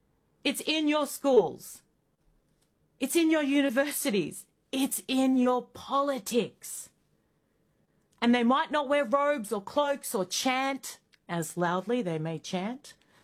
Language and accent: English; Australia; And yes, it's a we. Yes, I'm an Aussie. I need you at the top of your game, or my country's screwed.